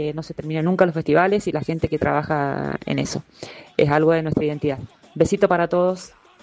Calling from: Rivadavia, Argentina; de Rivadavia.

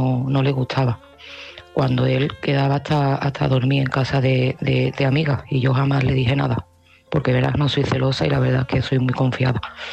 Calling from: Seville, Andalusia, Spain; de Sevilla y este mensaje va para Sandra.

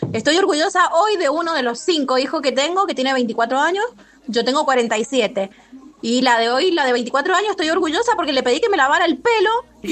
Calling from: Godoy Cruz, Mendoza, Argentina; Buenas tardes … de Godoy Cruz.

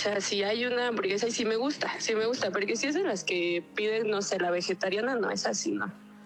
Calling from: Mexico City, Mexico; De Ciudad de México.

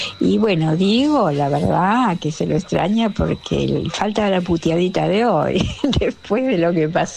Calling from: Balvanera, Buenos Aires, Argentina; Así que bueno, un abrazo para todos y también para Diego. … de Balvanera.

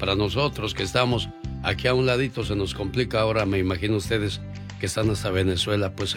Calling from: Lake Tahoe, United States; Soy de Lake Tahoe. Hace unos años lo conocí en una tienda de Santa Bárbara, California.

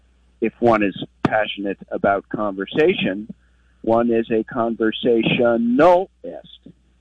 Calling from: Barre, Vermont, United States; I am calling from Barre, Vermont.

